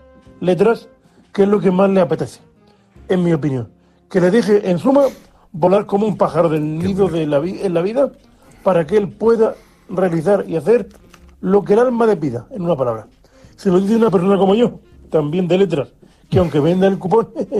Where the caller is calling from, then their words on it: Murcia, Region of Murcia, Spain; de Murcia.